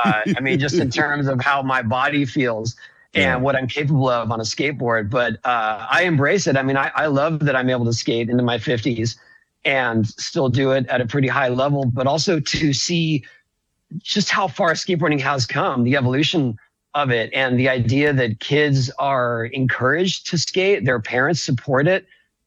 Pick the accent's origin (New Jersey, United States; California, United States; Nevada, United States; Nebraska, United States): California, United States; San Diego; I grew up in San Diego